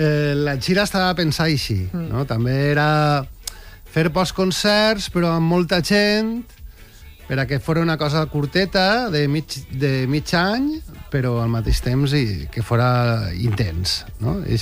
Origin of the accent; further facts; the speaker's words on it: Pego, Valencian Community, Spain; Clar, som de Pego i és una cosa que mos estira molt